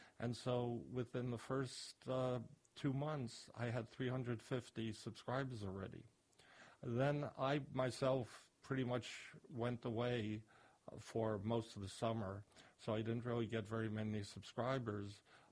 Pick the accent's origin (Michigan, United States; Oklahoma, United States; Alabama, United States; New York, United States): New York, United States; New York City; moved away; also born or lived in Des Moines, Iowa; I grew up in New York City. I graduated in 1971.